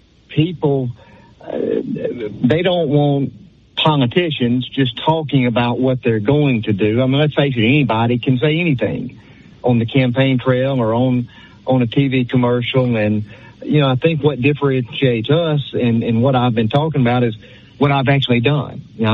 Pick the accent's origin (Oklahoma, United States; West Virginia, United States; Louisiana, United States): Louisiana, United States; You know, I'm from Grant Parish. I'm from a rural parish